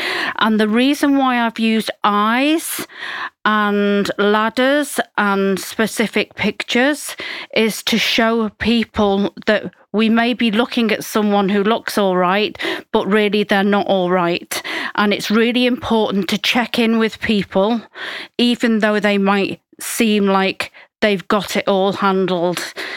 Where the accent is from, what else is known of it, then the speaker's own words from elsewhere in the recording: North West England, United Kingdom; moved away as an adult; now in Basel, Switzerland; I'm originally from Cheshire in the UK, and I've been living in Basel for the past 7 years.